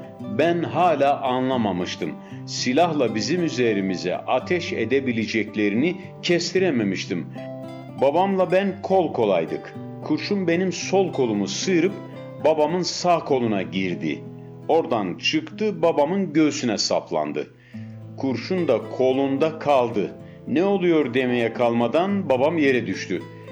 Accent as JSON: {"language": "Turkish", "region": "Black Sea Region", "country": "Turkey", "said": "Ben Karadenizliyim. Her zaman göreve hazırım."}